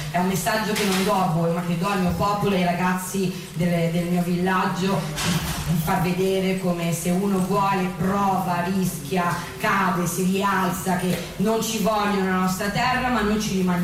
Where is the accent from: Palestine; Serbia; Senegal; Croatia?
Palestine; Io vengo dalla Palestina